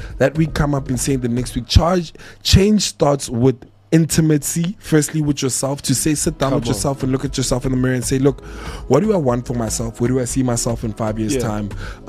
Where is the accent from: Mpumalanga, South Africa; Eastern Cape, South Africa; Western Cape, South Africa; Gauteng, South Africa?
Gauteng, South Africa; Pretoria; accent: Mamelodi Tswana; Now I'm from Mamelodi. So obviously, my Tswana is a bit like, you know, Kemostrateng, Joe.